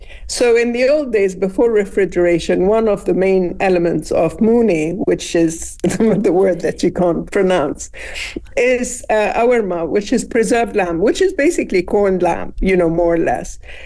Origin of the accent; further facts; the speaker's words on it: Lebanon; also born or lived in Syria; So I was very fortunate because I was born and lived in Lebanon before any of the troubles and in Syria, and was able to kind of watch everything being made at home